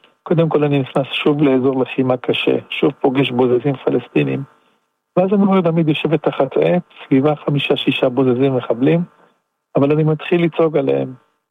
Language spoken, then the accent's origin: Hebrew; Southern District, Israel; אני גדלתי באזור הזה, אני ישנתי, אני בכיתי באזור הזה כשהייתי ילד קטן.